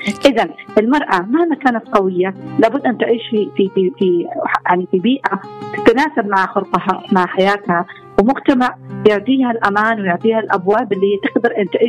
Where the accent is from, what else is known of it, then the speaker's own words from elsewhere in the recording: Yemen; أنا كمجتمع يمني